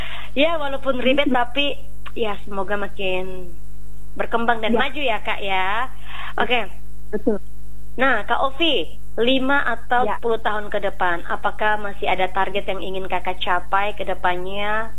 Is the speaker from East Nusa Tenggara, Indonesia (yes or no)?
yes; East Nusa Tenggara, Indonesia; now in Java, Indonesia; kita kan orang NTT, kita di Jawa